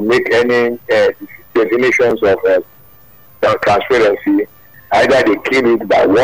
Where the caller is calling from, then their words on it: Nigeria; I'm calling from Igambo.